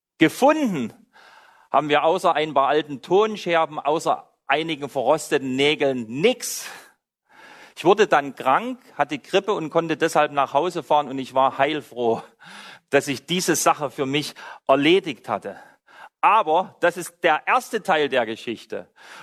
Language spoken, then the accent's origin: German; Saxony, Germany; hatte euch erzählt, dass ich aus Sachsen komme. Dort bin ich aufgewachsen.